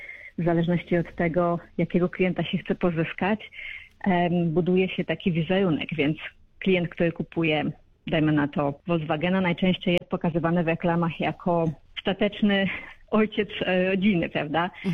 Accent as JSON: {"language": "Polish", "town": "Radom", "region": "Masovian Voivodeship", "country": "Poland", "also_born_or_lived": "United Arab Emirates / United Kingdom", "moved": "as an adult", "lives_now": "Australia", "said": "Z Radomia."}